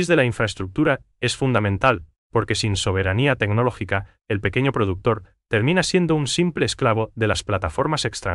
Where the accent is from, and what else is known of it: Paraguay